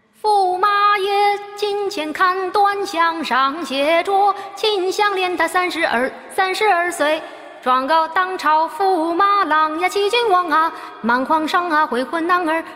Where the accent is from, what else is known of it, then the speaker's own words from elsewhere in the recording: Chongqing, China; 我们重庆人还是很淳朴的啊